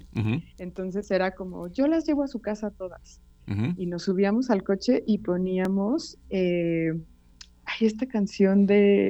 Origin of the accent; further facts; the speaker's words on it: Guanajuato, Mexico; now in Mexico City, Mexico; yo vengo de Guanajuato, entonces es un clima igual seco, desértico.